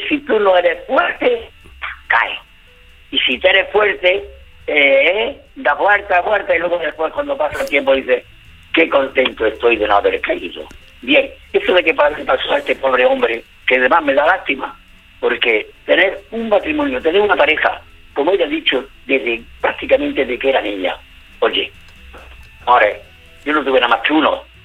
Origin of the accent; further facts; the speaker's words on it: Granada, Andalusia, Spain; now in Linares, Spain; Por decirte que soy granaíno, soy andaluz.